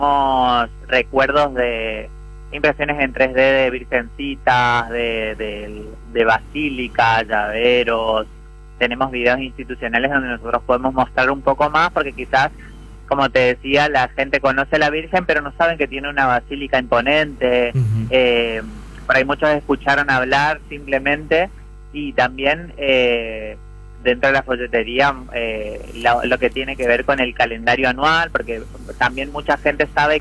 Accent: Itatí, Corrientes, Argentina; solo por ser de Itatí. Entonces, por supuesto que también me llena de orgullo poder mostrar lo que somos y también de Corrientes en sí, porque Itatí es Corrientes, Corrientes es Itatí

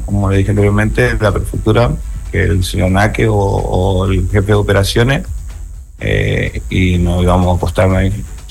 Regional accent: Lavalle, Corrientes, Argentina; also born or lived in Goya, Corrientes; Siempre viví en La Valle, sí.

